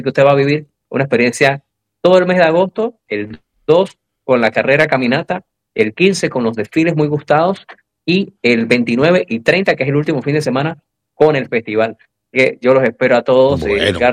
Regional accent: Panama; nos une como panameños, crisol de razas, que siempre nos hemos sentido orgullosos de este punto de tránsito

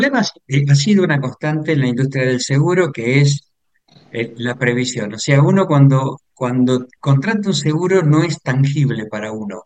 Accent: Argentina; now in Chile; Mira, acá en Chile, vos sabés que Chile es un país sísmico. Yo como argentino, primera vez es que veo, ¿no? Que siento que mi escritorio tiembla, porque la verdad que no, en Argentina no tenemos eso.

